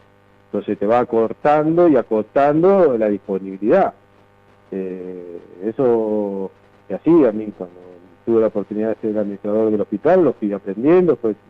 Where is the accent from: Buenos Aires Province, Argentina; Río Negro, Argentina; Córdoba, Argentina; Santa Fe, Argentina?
Buenos Aires Province, Argentina; Ramallo; somos de Ramallo